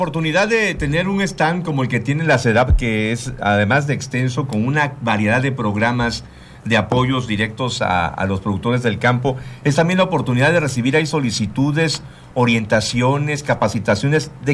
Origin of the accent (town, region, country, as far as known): Tabasco, Mexico